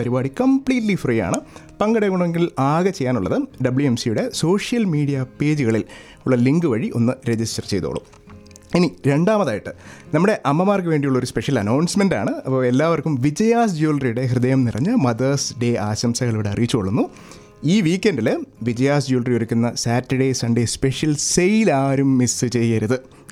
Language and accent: Malayalam; Thiruvananthapuram, Kerala, India; now in Scarborough, Canada; ഞാനൊരു ട്രിവാൻഡ്രംകാരനാണ്.